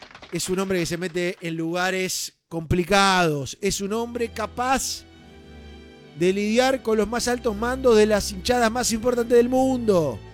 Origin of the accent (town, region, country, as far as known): Buenos Aires, Argentina; born or raised there